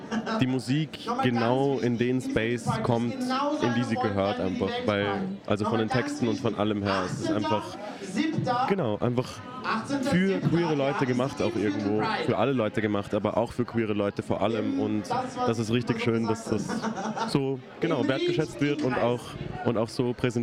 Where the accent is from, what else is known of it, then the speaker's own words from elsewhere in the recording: Austria; Also wir sind eigentlich von überall von Österreich